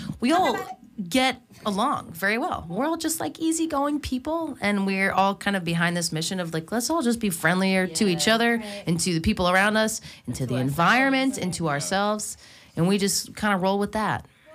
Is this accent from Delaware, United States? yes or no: no; New York, United States; You know, we're from New York, and we're laid-back people who love each other and just want to spread this sort of message of positivity.